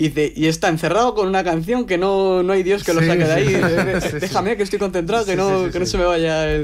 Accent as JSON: {"language": "Spanish", "town": "Madrid", "region": "Community of Madrid", "country": "Spain", "said": "Soy el único madrileño."}